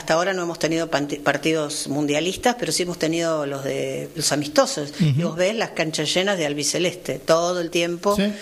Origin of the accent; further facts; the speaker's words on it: Avellaneda, Buenos Aires Province, Argentina; moved away as an adult; now in Martínez, Argentina; Nos fuimos a vivir a Avellaneda. Y ahí estuve, bueno, toda mi niñez, mi adolescencia.